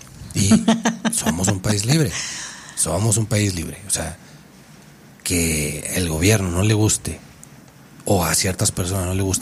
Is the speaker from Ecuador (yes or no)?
no; Mexico; como somos los mexicanos